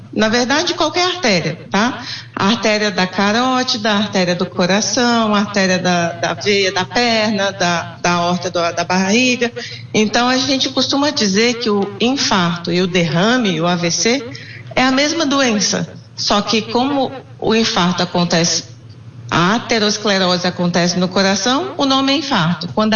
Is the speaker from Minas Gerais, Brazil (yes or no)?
yes; Mantena, Minas Gerais, Brazil; moved away as an adult; now in São Paulo, Brazil; eu sou mineira. Eu sou mineira, eu sou... Vim para São Paulo para fazer a residência, para fazer a especialização e fiquei. Fui absorvida aqui.